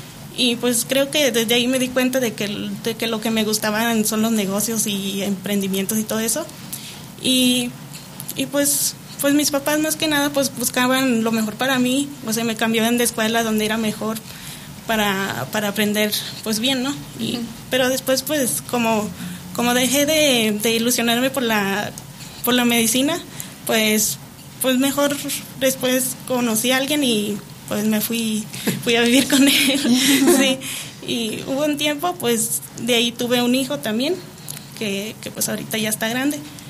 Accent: Mexico; Bueno, es que como mexicanos, ¿verdad?

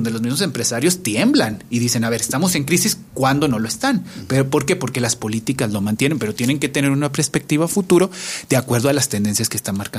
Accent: Mexico; como mexicanos tenemos una muy buena proyección para hacer negocios

